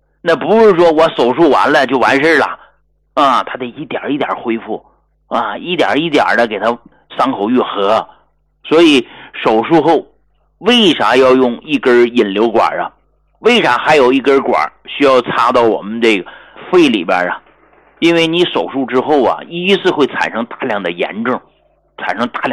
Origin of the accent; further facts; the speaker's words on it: Northeast China, China; 咱们东北人讲话了